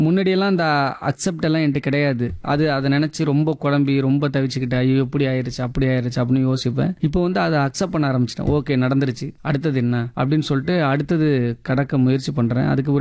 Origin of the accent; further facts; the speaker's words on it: Thanjavur district, Tamil Nadu, India; now in Neivasal Samathuvapuram, India; இப்போ என்னோட ஊர்னு பார்த்தீங்கன்னா தஞ்சை மாவட்டத்தில் ஆறு சுத்திப்பட்டு அப்படிங்கிறதான் என்னோட சொந்த ஊர். ஆனால் நாங்கள் தற்போதைக்கு வீடு கட்டிட்டு இருக்கிறது அப்படின்னு பார்த்தீங்கன்னா அதே தஞ்சை மாவட்டத்தில் நெய்வாசல் சமத்துவபுரம், அதில் தான் நாங்கள் இப்ப